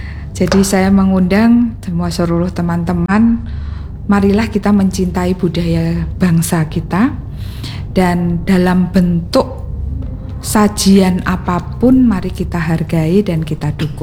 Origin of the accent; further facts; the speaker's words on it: Java, Indonesia; Selama kita adalah masyarakat Jawa